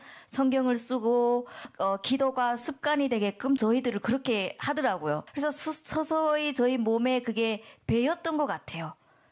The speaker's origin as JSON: {"language": "Korean", "country": "North Korea", "said": "우리 북한에서 왔고 하니까 이제 위험하구나 해가지고"}